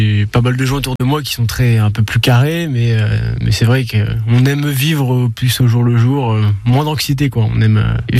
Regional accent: Caen, Normandy, France; Je suis né ici à Caen, du coup, et j'ai grandi ici, plus dans la campagne, du coup, aux alentours. Mais bon, j'étais au collège ici à Caen, voilà.

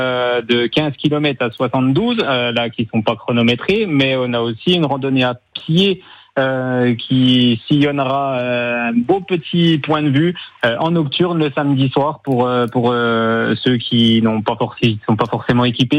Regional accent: Ornans, Bourgogne-Franche-Comté, France; chez nous à Ornans

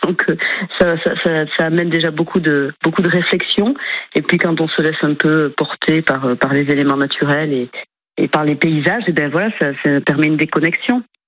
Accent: Saint-Palais, Nouvelle-Aquitaine, France; Ça raconte un petit peu d'où je suis partie, de Saint-Palais, que je voulais découvrir le monde

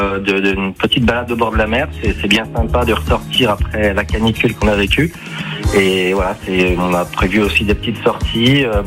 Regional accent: Bourgogne-Franche-Comté, France; Je suis originaire de Bourgogne, à côté d'Auxerre.

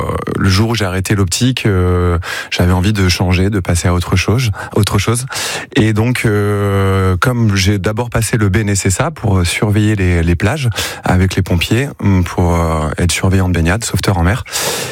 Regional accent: Poitiers, Nouvelle-Aquitaine, France; moved away as an adult; now in Hennebont, France; Oui, effectivement, là, je suis originaire de Poitiers. Avec ma femme, on a décidé d'arriver en Bretagne en 2007, dans le Morbihan, à Hennebon.

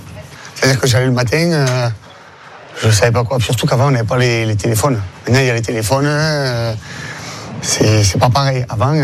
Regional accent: Valras-Plage, Occitanie, France; now in Lespignan, France; j'étais à l'école avec lui, à Valras.

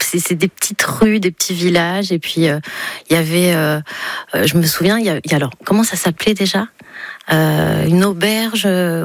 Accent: Nice, Provence-Alpes-Côte d'Azur, France; now in Paris, France; Alors, on m'a gommé. Et après j'ai vécu plus de temps dans ma vie d'adulte à Paris qu'à Nice.

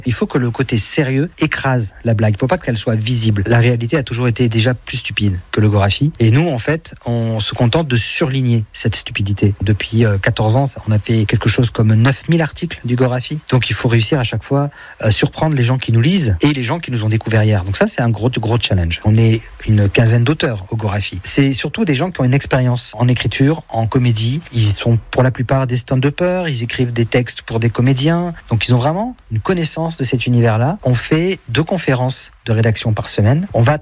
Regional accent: Bordeaux, Nouvelle-Aquitaine, France; born there; Oui, je suis né à Bordeaux, mais mes parents vivent dans les Landes

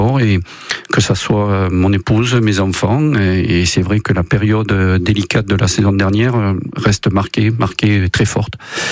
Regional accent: Sarlat-la-Canéda, Nouvelle-Aquitaine, France; born there; also born or lived in Brive; now in Bayonne, France; je suis né à Sarlat, dans le Périgord, du Sud-Ouest

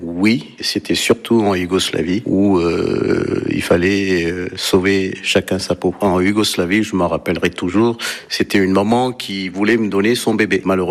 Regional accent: Nîmes, Occitanie, France; born there; now in La Quinte, France; j'ai 60 ans, je suis né à Nîmes, j'habite à La Quinte, dans la Sarthe, depuis 1985.

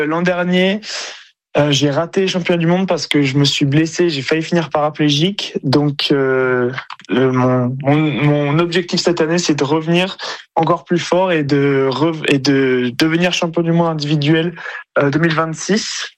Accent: Bordeaux, Nouvelle-Aquitaine, France; moved away as an adult; moi je suis bordelais, oui. De naissance, et j'y ai vécu 20 ans. Et là maintenant je vous parle, je suis à Bordeaux, oui. Je reviens fréquemment.

